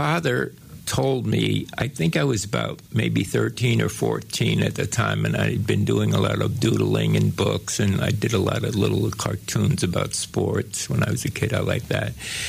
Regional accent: New York City, New York, United States; I was born and raised in New York City.

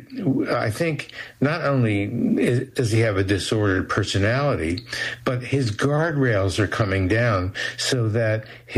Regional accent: Nebraska, United States; not that I, you know, I'm from Nebraska

